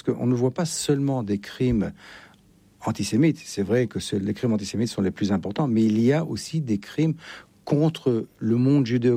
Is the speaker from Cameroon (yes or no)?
no; Israel; Je suis l'ambassadeur d'Israël, donc je représente l'Israël en France. Je parle avec tous les acteurs politiques qui acceptent l'existence de mon pays.